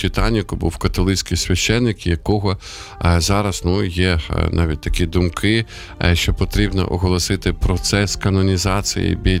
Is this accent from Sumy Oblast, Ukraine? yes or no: yes; Sumy, Sumy Oblast, Ukraine; от в моєму рідному місті вчора, позавчора, от росіяни завдавали удари по одному із торгівельних центрів, це місто Суми.